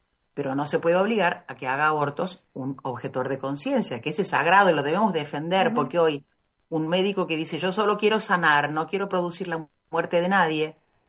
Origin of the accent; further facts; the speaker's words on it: Argentina; también en Argentina, en mi país